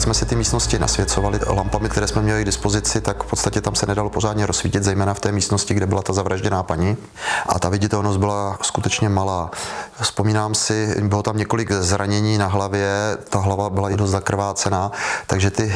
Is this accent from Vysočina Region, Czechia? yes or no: yes; Žďár nad Sázavou, Vysočina Region, Czechia; Jsem ze Žďáru nad Sázavou